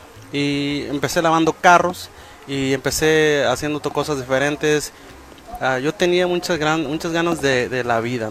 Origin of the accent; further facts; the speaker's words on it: Nayarit, Mexico; born there; yo nací en Nayarit, en un rancho que no aparece.